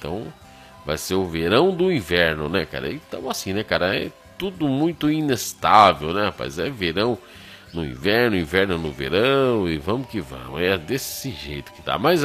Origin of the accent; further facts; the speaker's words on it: Brazil; Como brasileiro, vamos criticar a seleção brasileira